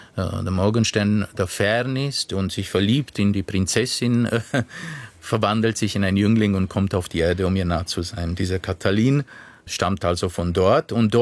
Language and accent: German; Romania; Darüber hinaus war es eine Reverenz an eine Kindheit im Osten, die auch schön war, an meine Kindheit in Rumänien.